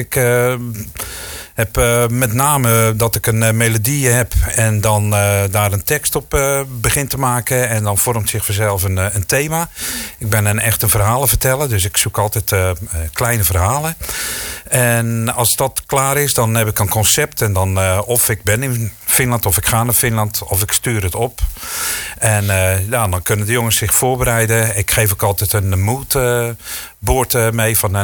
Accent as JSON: {"language": "Dutch", "town": "Goes", "region": "Zeeland", "country": "Netherlands", "also_born_or_lived": "Spain", "moved": "as an adult", "said": "ik kom uit Zeeland, uit Goes."}